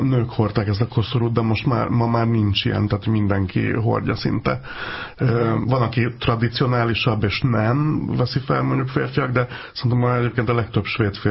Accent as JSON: {"language": "Hungarian", "country": "Sweden", "second_language": "Hungarian", "lives_now": "Hungary", "said": "Én nekem nem volt mindig szerencsém egyébként otthon Svédországban ünnepelni a Midsommart"}